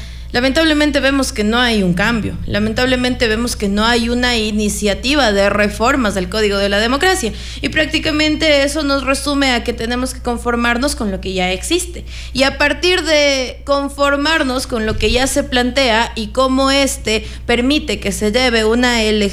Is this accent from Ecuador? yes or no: yes; Ecuador